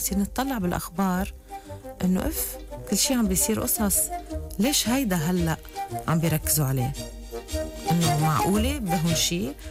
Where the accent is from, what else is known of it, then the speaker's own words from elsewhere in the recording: Lebanon; بلدنا لبنان.